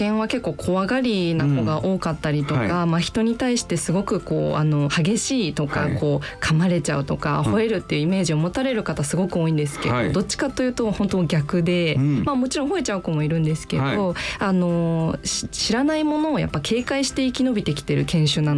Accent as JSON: {"language": "Japanese", "region": "Kanagawa", "country": "Japan", "tie": "born or raised there", "said": "私自身もあのずっと関東というか神奈川で育っている身なので、"}